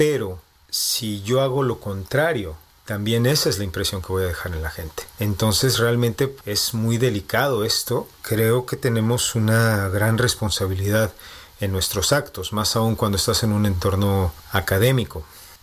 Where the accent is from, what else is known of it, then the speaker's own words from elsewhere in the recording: Tamaulipas, Mexico; now in Czechia; solamente de mi estado, sino de mi país, de México, de mi país natal. Y bueno, esto por dos motivos, ¿no? El primero es que en lo que mi limitado conocimiento me permite expresar, no somos muchos tamaulipecos radicando en Chequia.